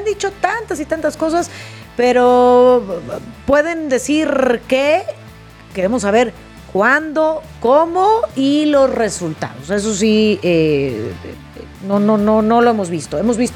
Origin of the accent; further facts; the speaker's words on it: Tepatitlán, Jalisco, Mexico; Yo soy de Guadalajara y me hacen menos en la CDMX.